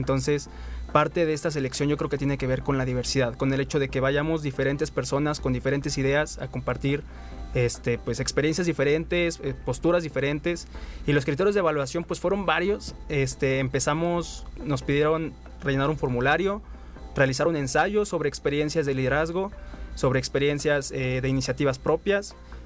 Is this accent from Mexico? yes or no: yes; Mexico; somos mexicanos.